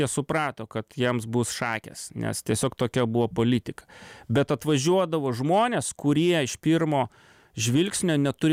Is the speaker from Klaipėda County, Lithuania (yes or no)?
yes; Klaipėda, Klaipėda County, Lithuania; Pokario, jo, sovietmečio, kur aš užaugau Klaipėdoje